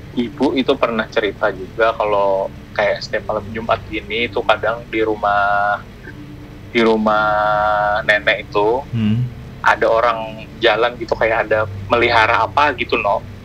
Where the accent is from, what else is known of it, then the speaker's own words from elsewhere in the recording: Martapura, Indonesia; aslinya Martapura.